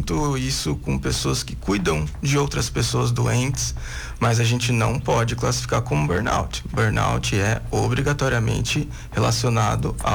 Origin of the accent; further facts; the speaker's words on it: São Paulo, Brazil; now in Lages, Brazil; sou do interior de São Paulo.